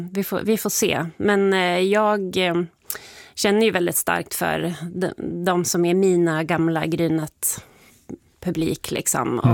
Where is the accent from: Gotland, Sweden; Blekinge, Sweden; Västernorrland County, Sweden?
Västernorrland County, Sweden; Sundsvall; Ja, men jag älskar ju min stad. Alltså, Sundsvall är ju alltid.